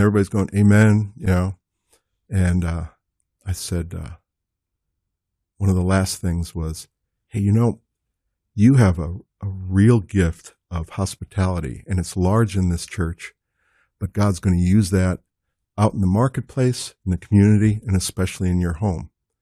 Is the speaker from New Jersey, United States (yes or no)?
yes; New Jersey, United States; I mean, I can do it, even though I'm from New Jersey.